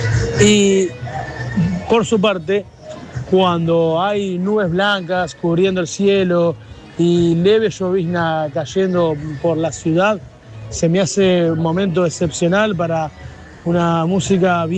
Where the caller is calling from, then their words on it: Buenos Aires, Argentina; de Microcentro.